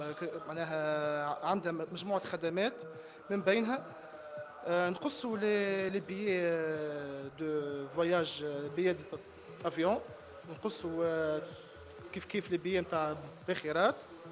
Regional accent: Tunisia; وين تربيت وين كبرت وين لعبت وين قريت، هذايا كما نقولوا منطقتي ومسقط رأسي والكل. معاكم … يعرفوني محليين في المنطقة هذه 25 سنة.

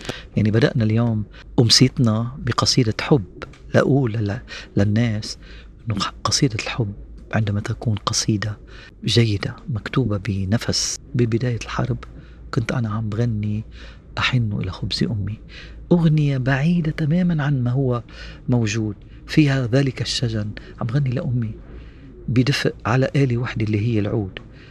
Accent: Lebanon; أنا جاي من بيروت، جاي من بلد منكوب،

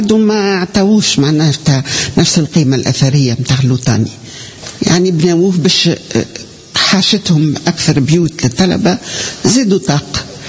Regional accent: Tunisia; نوع من الحجارة الموجود عندنا في تونس

